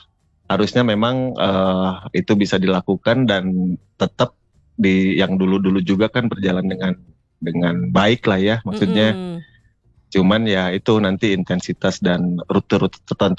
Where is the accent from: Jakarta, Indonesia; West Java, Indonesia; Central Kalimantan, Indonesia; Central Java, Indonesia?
West Java, Indonesia; Bandung; Saya sebagai warga Bandung ya menyambut dengan senang hati.